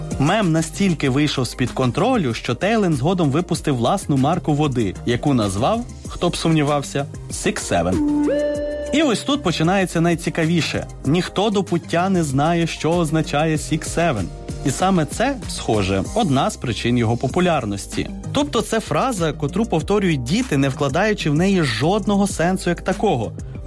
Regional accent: Ukraine; Що цікаво, на моїй рідній Бойківщині можна почути іншу інтерпретацію 7-8.

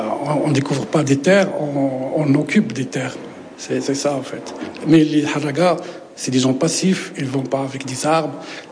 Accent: Tangier, Tanger-Tetouan-Al Hoceima, Morocco; Cette œuvre, j'ai fait par une expérience personnelle en grandissant à Tanger.

